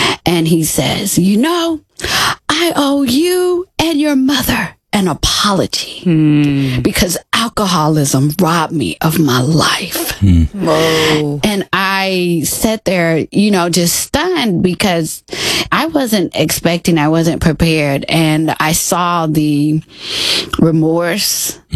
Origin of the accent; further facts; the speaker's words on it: Texas, United States; So I fly 800 miles to Texas. That's my hometown.